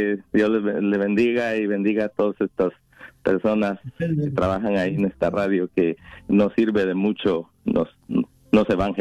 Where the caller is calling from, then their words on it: South Gate, California, United States; De Southgate, por aquí en California.